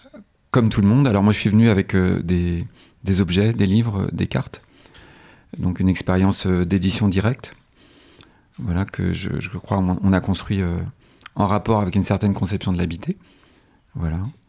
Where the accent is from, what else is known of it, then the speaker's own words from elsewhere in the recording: Rezé, Pays de la Loire, France; Alors, je viens de Rezé, en Loire-Atlantique, à côté de Nantes.